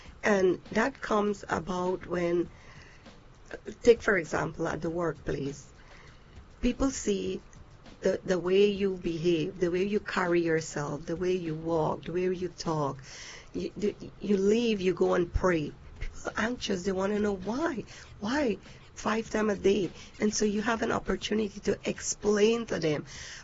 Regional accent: Guyana; moved away; I'm from Guyana, by the way, and we lived among every religion, and we all get along so well.

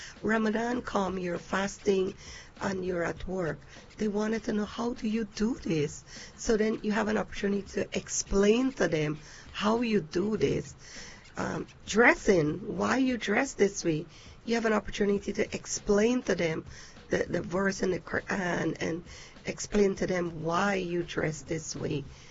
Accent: Guyana; moved away; I'm from Guyana, by the way, and we lived among every religion, and we all get along so well.

